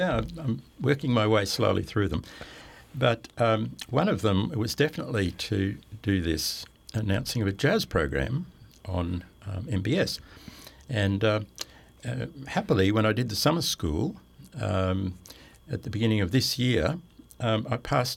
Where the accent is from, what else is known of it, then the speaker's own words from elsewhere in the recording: Landsborough, Queensland, Australia; From Landsborough. I grew up on the Sunshine Coast at Landsborough. I went to Caloundra High and then came to Brisbane in 1971.